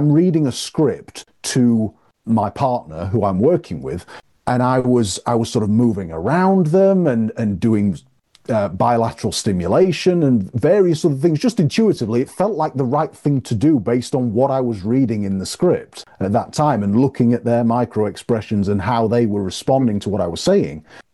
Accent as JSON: {"language": "English", "region": "Yorkshire and the Humber", "country": "United Kingdom", "tie": "born or raised there", "said": "being a Yorkshireman and having that tight Yorkshireman upbringing"}